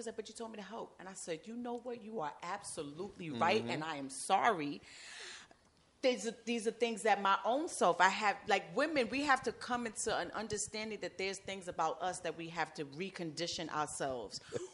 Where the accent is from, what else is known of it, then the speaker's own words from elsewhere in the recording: New York City, New York, United States; I grew up in Edenwald Project.